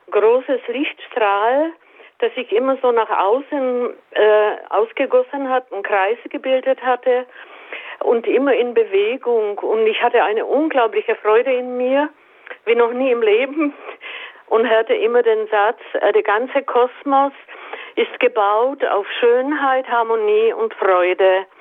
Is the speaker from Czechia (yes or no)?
yes; Czechia; German is a second language; ich komme aus Tschechien und habe mit 15 den Glauben verloren, als ich über die Konzentrationslager gelesen hatte, und war dann sehr lange ohne Glauben, bis ich dann eine große Begegnung hatte in Deutschland